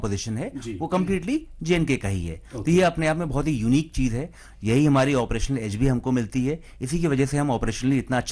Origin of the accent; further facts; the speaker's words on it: Lucknow, Uttar Pradesh, India; जी, मैं मूलतः लखनऊ का रहने वाला हूँ and I come from academically oriented family